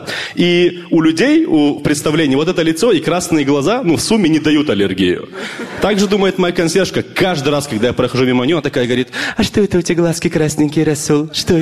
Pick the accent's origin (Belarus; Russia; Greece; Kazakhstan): Russia; Nalchik, Kabardino-Balkaria; я родом из Нальчика.